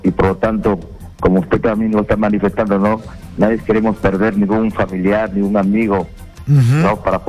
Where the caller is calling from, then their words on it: Peru; todos como peruanos